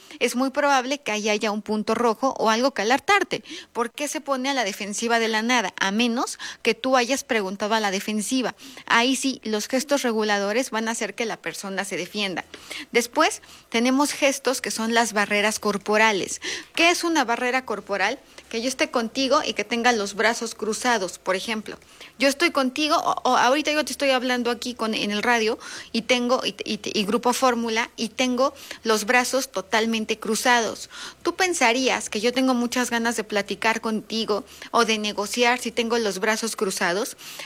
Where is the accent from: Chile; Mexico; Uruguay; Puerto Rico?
Mexico; está dentro de nuestro ADN como mexicanos el temblor